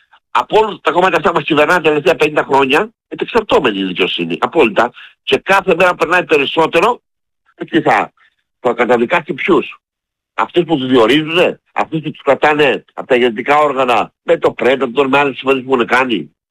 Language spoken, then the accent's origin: Greek; Greece; σαν άνθρωπος, σαν άντρας, σαν Έλληνας